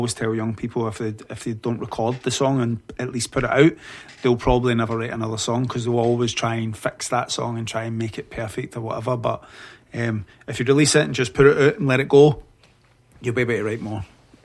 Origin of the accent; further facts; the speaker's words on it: Paisley, Scotland, United Kingdom; now in Glasgow, United Kingdom; I'm a singer-songwriter from... I'm based in Glasgow, but I'm originally from Paisley.